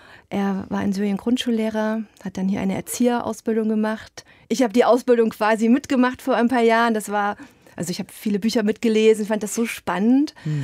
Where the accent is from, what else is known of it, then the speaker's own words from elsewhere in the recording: Eisenach, Thuringia, Germany; Also Thüringen ist meine Heimat und auch meine Stadt Eisenach, das ist meine Stadt, denke ich so.